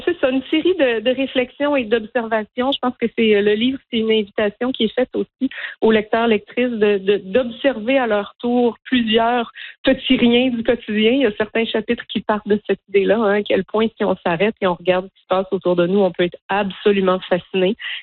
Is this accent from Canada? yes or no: yes; Ontario, Canada; Donc, je suis née en Ontario, j'ai grandi en Ontario.